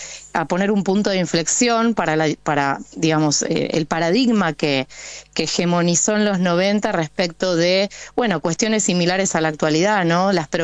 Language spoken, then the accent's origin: Spanish; Argentina; uno de nuestros consensos como argentinos y argentinas más importantes